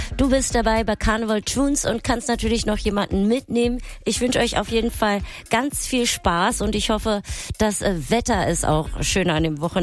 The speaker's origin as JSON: {"language": "German", "region": "Berlin", "country": "Germany", "said": "Ich bin auch Berlinerin"}